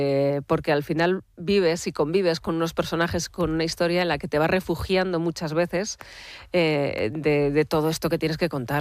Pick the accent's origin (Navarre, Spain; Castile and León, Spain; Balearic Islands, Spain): Navarre, Spain; Pamplona; also born or lived in Falces; al pueblo de mi padre, a Falces, a mi tierra, a Navarra, a Pamplona.